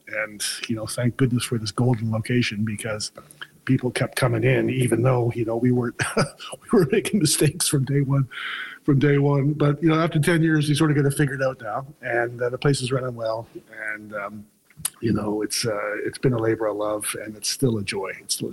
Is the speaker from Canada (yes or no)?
yes; Halifax, Nova Scotia, Canada; now in St. John's, Canada; I'm originally from Halifax.